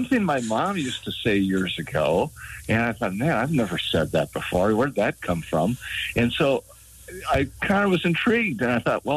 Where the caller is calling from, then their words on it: Fargo, North Dakota, United States; up in Fargo, North Dakota. Frosty Fargo.